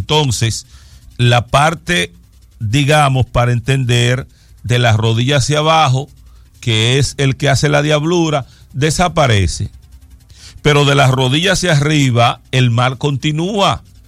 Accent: Dominican Republic

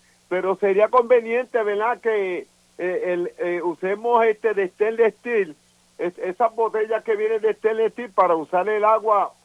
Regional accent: Vega Baja, Puerto Rico; yo me crié en Almirante Sur, vivo actualmente en Vega Maja, pero en el Almirante

